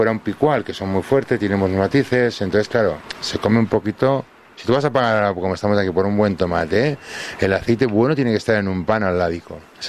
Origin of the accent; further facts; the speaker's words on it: Navarre, Spain; como soy de Navarra y somos bastante tradicionales